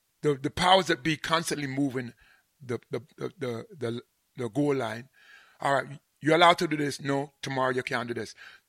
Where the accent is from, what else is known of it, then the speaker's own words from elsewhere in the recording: Jamaica; because I'm Jamaican or English Jamaican